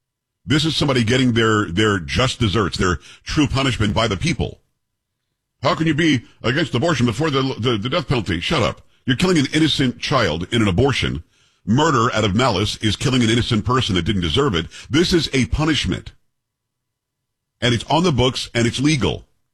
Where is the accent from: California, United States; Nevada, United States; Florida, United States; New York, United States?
Florida, United States; What happened to the electric chair, which was happening where I grew up in Florida?